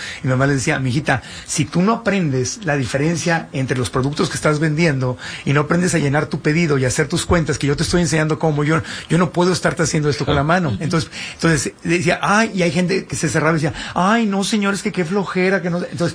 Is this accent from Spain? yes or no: no; Tijuana, Baja California, Mexico; yo nací y crecí en Tijuana, le mando un abrazo con mucho cariño a la gente de Tijuana.